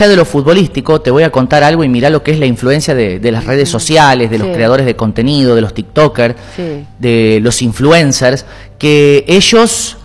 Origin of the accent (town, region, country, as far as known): Argentina